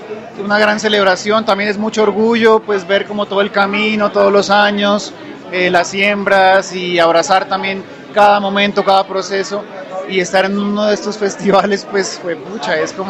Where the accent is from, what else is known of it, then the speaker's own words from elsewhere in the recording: Pasto, Nariño, Colombia; en mi caso, que vengo de Pasto